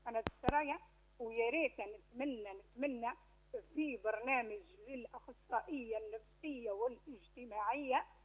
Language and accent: Arabic; Libya